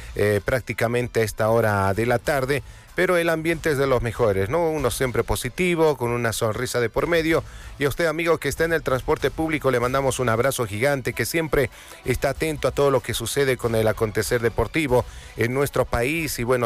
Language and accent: Spanish; Bolivia; y seguramente nosotros como bolivianos le mandamos las mejores vibras.